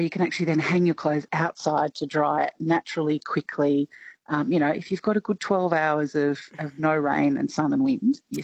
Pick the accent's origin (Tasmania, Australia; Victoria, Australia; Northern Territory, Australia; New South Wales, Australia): Victoria, Australia; also born or lived in Queensland; I had to mention I was from Queensland for 30 years but moved back home to Victoria now because of the heat.